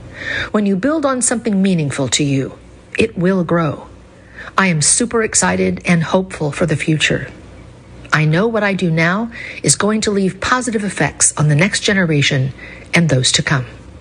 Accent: Tennessee, United States; I graduated college in 2022, and after many job rejections in my home state of Tennessee, I decided to take a leap of faith and do a volunteer service year in Minnesota with Jesuit Volunteer Corps.

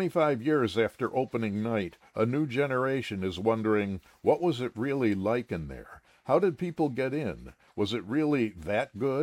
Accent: Chatham, New Jersey, United States; I'm from Chatham, New Jersey, the last of 8 children.

